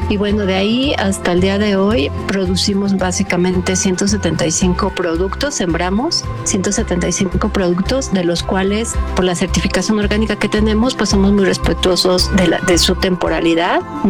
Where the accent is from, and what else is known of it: Mexico